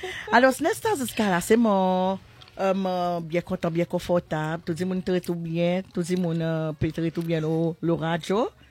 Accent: Mauritius; accent: Mauritian; Pas faire mon accent Mauricien là hein.

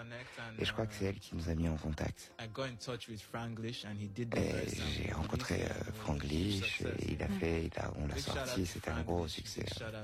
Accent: Anambra, Nigeria; first language Igbo; French is a second language; Igbo. C'est ma langue maternelle. Au Nigeria, ça vient du sud-est.

